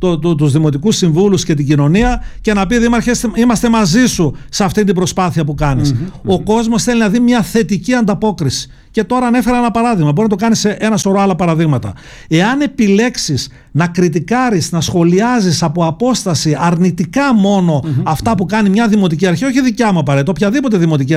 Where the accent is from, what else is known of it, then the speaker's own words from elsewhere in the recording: Nestorio, Western Macedonia, Greece; Τώρα έτυχε να είμαι εγώ από τον Νεστόριο.